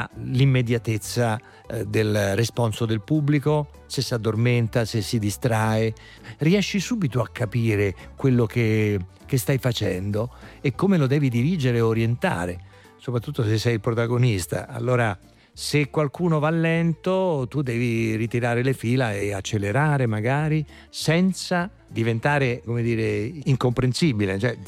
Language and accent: Italian; Rome, Lazio, Italy; perché io vengo da Roma